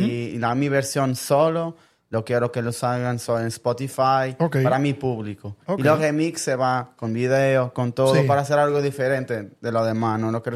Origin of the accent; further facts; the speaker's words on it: Portugal; soy portugués